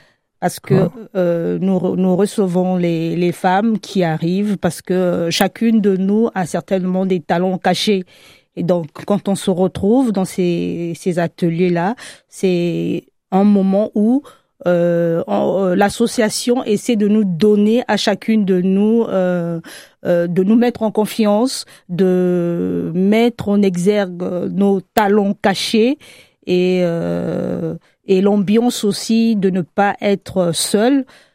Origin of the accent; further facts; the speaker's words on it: Republic of the Congo; first language French; Je viens du Congo-Brazzaville.